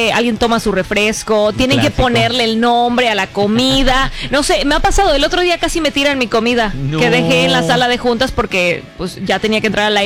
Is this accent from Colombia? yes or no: no; Mexico; Fracasé como mexicana